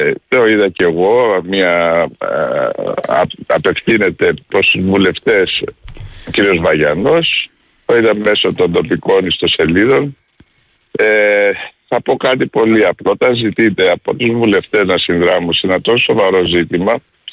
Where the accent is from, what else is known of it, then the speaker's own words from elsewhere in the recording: Rhodes, South Aegean, Greece; Εγώ ως Ροδίτης θέλω καθαρό νερό